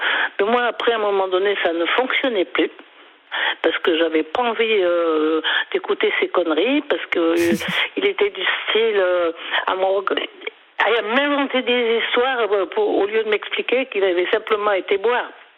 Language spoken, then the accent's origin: French; Lyon, Auvergne-Rhône-Alpes, France; born there; je suis revenue sur Lyon, parce que moi, à l'origine, je suis née à Lyon, pour continuer mes études